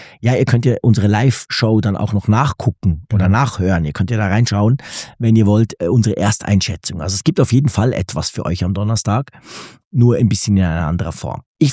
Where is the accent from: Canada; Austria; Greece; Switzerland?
Switzerland; ein iPhone 17, für eben unter 1000, deutlich unter 1000 bei uns in der Schweiz.